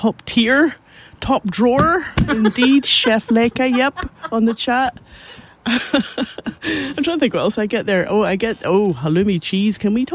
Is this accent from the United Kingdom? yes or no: yes; Northern Ireland, United Kingdom; now in United States; As a Brit or Northern Irish person